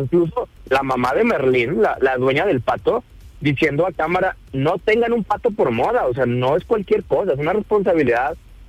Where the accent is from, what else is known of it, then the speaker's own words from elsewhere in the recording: Mexico; nosotros como mexicanos